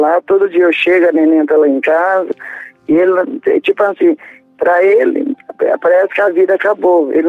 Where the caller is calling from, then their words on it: Curitiba, Paraná, Brazil; Daqui de Curitiba mesmo.